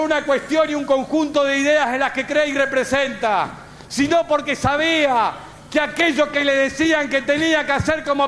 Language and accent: Spanish; Argentina; Somos gente grande los argentinos y argentinas.